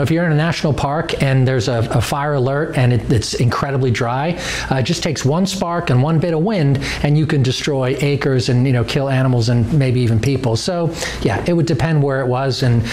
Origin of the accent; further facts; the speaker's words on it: United Kingdom; now in United States; when I was growing up in Britain, it wasn't all that dry. I know times have changed a bit, but it rained a lot.